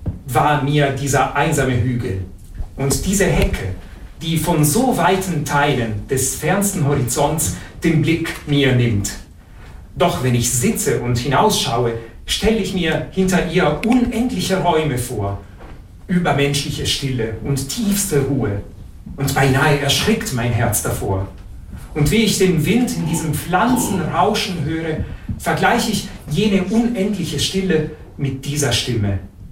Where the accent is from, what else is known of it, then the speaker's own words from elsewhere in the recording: Italy; moved away; als Italiener